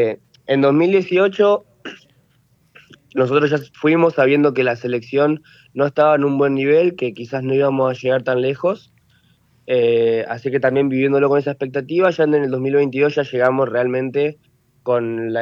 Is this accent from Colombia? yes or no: no; Argentina